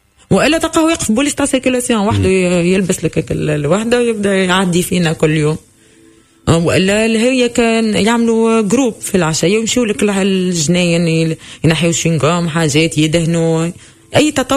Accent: Tunisia; moved away as an adult; now in South Korea; انت منين انا نقول له تونس

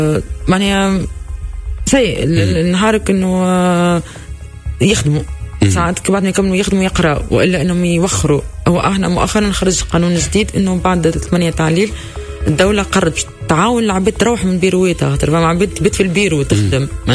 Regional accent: Tunisia; moved away as an adult; now in South Korea; انا كتونسيه معناها كتونسيه

